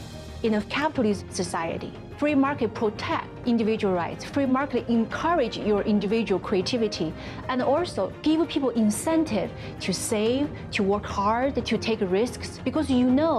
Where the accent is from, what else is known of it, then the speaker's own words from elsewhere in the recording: China; now in United States; When I was growing up in China under socialism, I was always hungry. Everything was on ration.